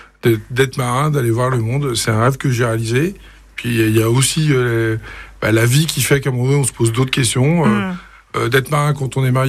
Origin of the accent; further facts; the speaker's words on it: Nantes, Pays de la Loire, France; Je suis marié, j'ai quatre enfants et je suis né à Nantes.